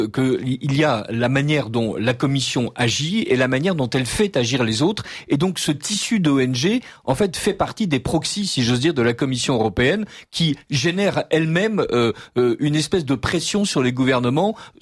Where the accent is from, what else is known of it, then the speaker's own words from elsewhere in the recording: France; nous, on est français